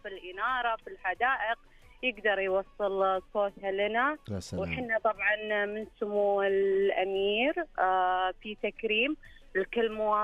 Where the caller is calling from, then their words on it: Riyadh, Riyadh Province, Saudi Arabia; كلمكم من الرياض